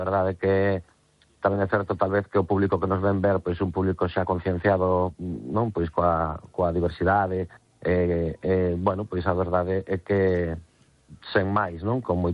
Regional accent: Galicia, Spain; Entendía que seríamos vascos, pero nada máis, no, somos galegos 100%.

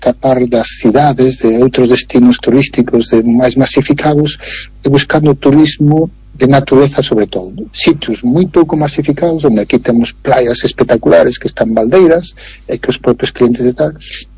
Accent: Galicia, Spain; A partir de aí empezou unha nova trayectoria profesional sempre da miña terra, co que son un afortunado dentro da rede de directores de paradores

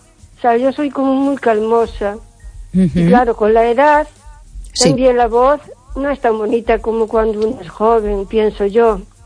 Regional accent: Carballiño, Galicia, Spain

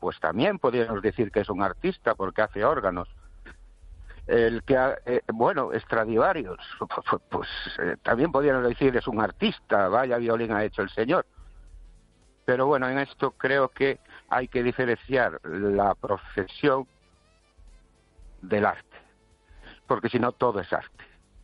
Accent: Ourense, Galicia, Spain; Buenas noches, estéreo oyente … de Orense.

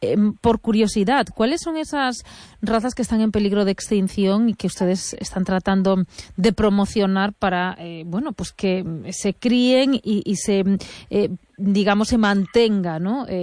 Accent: Galicia, Spain

